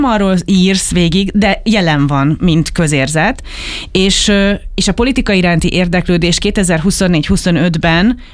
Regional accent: Budapest, Hungary; ez például én pestiként, nekem ez, ha nem lenne pécsi férjem, akkor nem tudnám, mi ez a parasztelosztó.

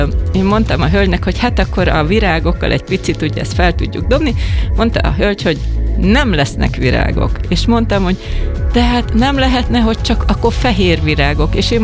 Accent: Hungary; Mert én egy praktikus magyar vagyok

